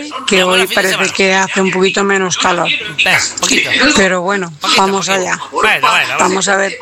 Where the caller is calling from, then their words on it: Manises, Valencian Community, Spain; de Manises, Valencia.